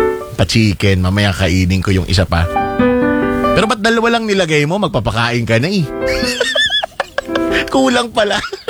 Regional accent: Quezon, Calabarzon, Philippines; Taga-Quezon kasi kami.

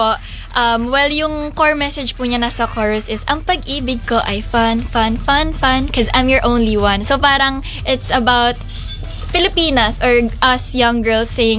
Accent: Japan; now in Philippines; ako po kasi from Japan po ako.

